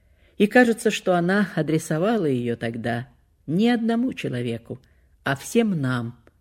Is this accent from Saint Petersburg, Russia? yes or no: yes; Saint Petersburg, Russia; Мы тоже. Мы петербуржцы.